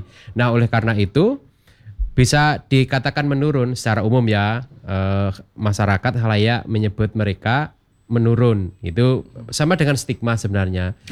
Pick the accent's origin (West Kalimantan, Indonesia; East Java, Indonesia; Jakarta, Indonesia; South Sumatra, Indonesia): East Java, Indonesia; Pacitan; moved away; Karena saya orang Pacitan